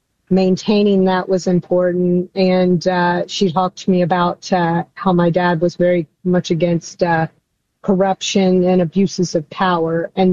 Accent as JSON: {"language": "English", "town": "Kokomo", "region": "Indiana", "country": "United States", "tie": "born or raised there", "said": "growing up in Kokomo, where the UAW is so prevalent."}